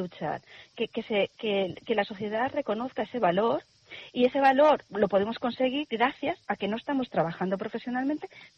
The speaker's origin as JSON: {"language": "Spanish", "country": "Spain", "said": "Nosotros somos españoles"}